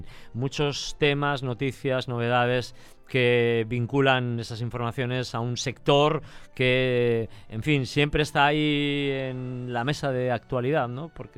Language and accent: Spanish; Spain